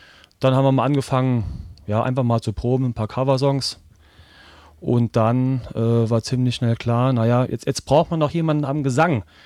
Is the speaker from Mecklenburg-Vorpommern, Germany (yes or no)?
no; Reutlingen, Baden-Württemberg, Germany; Wir kommen räumlich, sag mal, aus dem Großraum Reutlingen auch und Tübingen, ja.